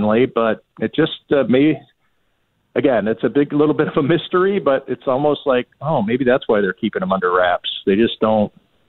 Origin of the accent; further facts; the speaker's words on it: Buffalo, New York, United States; I'm fluent in Buffalo, because I grew up.